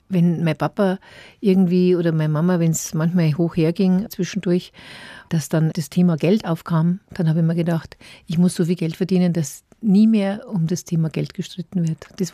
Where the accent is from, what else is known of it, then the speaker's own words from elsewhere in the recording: Munich, Bavaria, Germany; Also es war so, ich war bis ich 10 Jahre alt, sind wir in Schwabing aufgewachsen. Und dann sind wir Gott sei Dank nach Moosach gezogen, ans Ende der Welt.